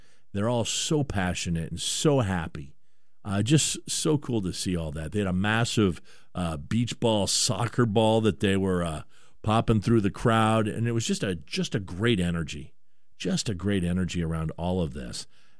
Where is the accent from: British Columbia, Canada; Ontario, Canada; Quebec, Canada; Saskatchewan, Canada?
British Columbia, Canada; Vancouver; born there; although I was born in Vancouver, Canada, so I can claim them as well.